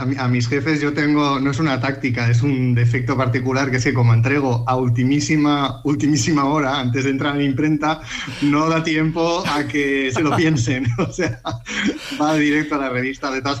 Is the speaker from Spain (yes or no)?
yes; Valencian Community, Spain; yo, como soy valenciano